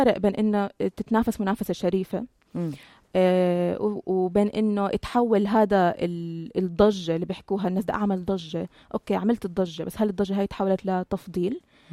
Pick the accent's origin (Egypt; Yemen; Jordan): Jordan; إحنا كأردنيين